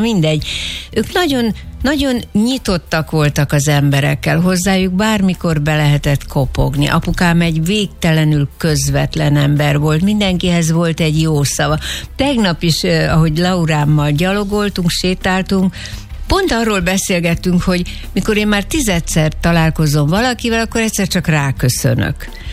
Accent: Tiszatenyő, Jász-Nagykun-Szolnok, Hungary; Szolnoki születésű vagyok, de egy nagyon kicsi faluban töltöttem a gyerekkoromat, ott éltünk

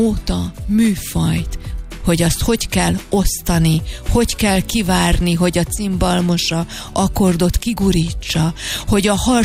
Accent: Hungary; én magyar vagyok.

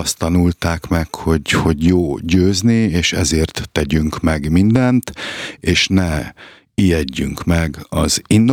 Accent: Hungary; mi úgy nőttünk föl, hogy akkor kezdtek el légiósok futballozni Magyarországon a 90-es évek elején

